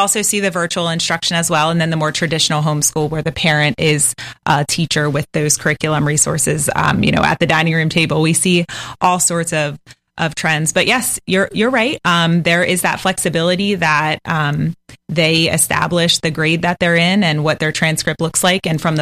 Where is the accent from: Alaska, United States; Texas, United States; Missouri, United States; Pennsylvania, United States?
Pennsylvania, United States; Littlestown; now in St. Augustine Beach, United States; I am from Pennsylvania, a one-stoplight town called Littlestown, mm-hmm. And I've been here for about 6 years.